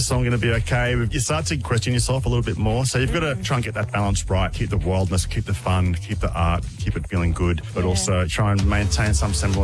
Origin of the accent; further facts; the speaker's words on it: Sydney, New South Wales, Australia; They're from Melbourne and we're from Sydney